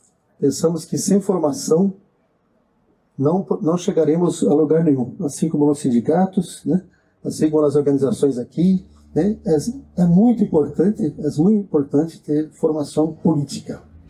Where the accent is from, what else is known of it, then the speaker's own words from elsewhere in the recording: Curitiba, Paraná, Brazil; eu sou de Curitiba, capital do estado do Paraná, região sul do Brasil